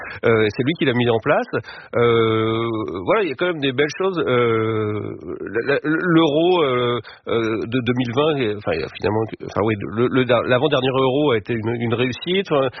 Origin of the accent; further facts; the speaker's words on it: France; moi, en tant que Français